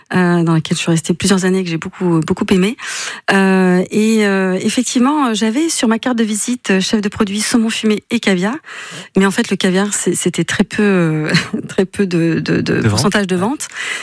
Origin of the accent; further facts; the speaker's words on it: Saint-Jean-d'Angély, Nouvelle-Aquitaine, France; moved away as an adult; now in Basque Country, France; Je viens de Saint-Jean-d'Angély, en Charente-Maritime.